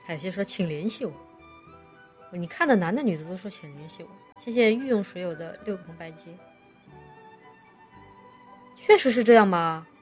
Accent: southern China, China; 我是南方人嘛

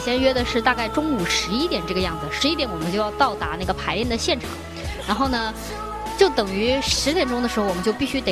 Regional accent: Chongqing, China; accent: Chongqing dialect; 用我们重庆话来说

